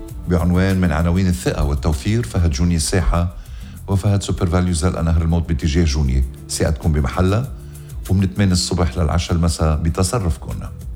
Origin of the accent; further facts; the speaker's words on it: Ghazir, Mount Lebanon, Lebanon; بنت ضيعتي غزير